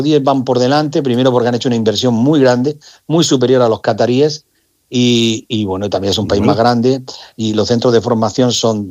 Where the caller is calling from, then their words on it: Region of Murcia, Spain; y que como murcianos ayer incluso tuve la oportunidad de verlo jugar en directo